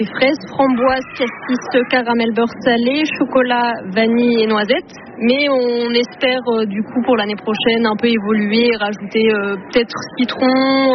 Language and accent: French; Nouvelle-Aquitaine, France; j'ai 25 ans, je suis originaire de la Dordogne et je me suis réinstallée du coup en Dordogne